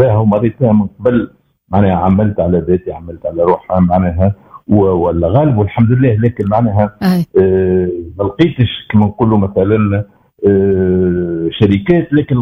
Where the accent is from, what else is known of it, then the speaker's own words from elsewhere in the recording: Tunisia; في بلادنا تونس،